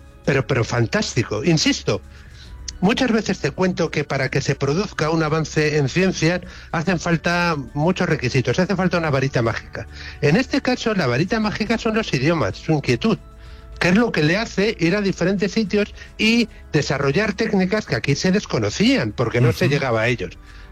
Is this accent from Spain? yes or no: yes; Spain; porque somos españoles y los españoles tratamos así a nuestros placeres